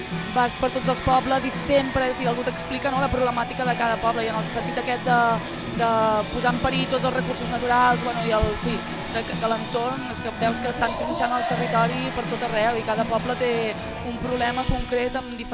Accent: Arbúcies, Catalonia, Spain; nosaltres som d'Arbúcies, d'un poble del Montseny

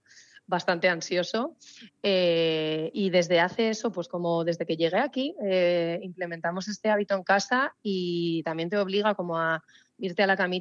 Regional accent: Ribadesella, Asturias, Spain; now in Balearic Islands, Spain; me escapo 5 días a las fiestas de mi pueblo, que soy de Ribadesella

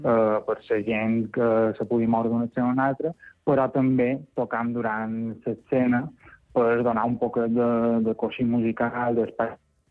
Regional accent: Alcúdia, Balearic Islands, Spain; jo som del Cudi

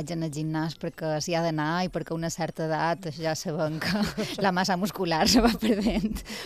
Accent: Palma, Balearic Islands, Spain; also born or lived in Petra; Jo, com he dit, venc de Palma llongueta de tota la vida. I una cameta de Petra, també.

